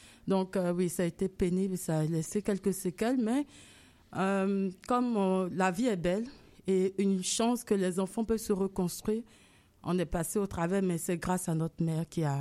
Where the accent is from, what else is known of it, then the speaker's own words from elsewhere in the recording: Benin; j'ai décidé de rentrer au Bénin, qui est mon pays d'origine, dont celui de mes parents. Et je voulais savoir un peu plus le Bénin. Alors, mon arrivée au Bénin a amené toute la famille à venir finalement au Bénin. Donc, une deuxième partie de mon enfance commence là.